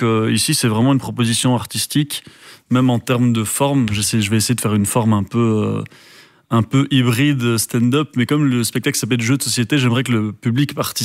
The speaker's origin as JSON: {"language": "French", "country": "Belgium", "said": "Mais donc vraiment il y a du talent et je pense qu'on peut en tant que Belge être fier de tout le talent"}